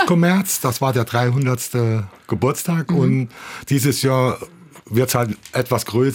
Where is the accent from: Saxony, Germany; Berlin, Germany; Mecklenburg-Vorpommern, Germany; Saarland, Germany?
Saarland, Germany; Saarbrücken; Und ich bin Saarbrücker Junge und bin Zugezogener. Mittlerweile nicht mehr Zugezogener, sondern jetzt bin ich auch ein kleiner Einheimiger.